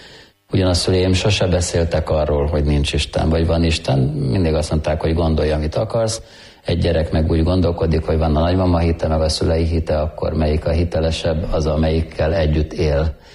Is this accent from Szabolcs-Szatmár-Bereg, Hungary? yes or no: no; Budapest, Hungary; born there; Budapesten születtem. Családom katolikus.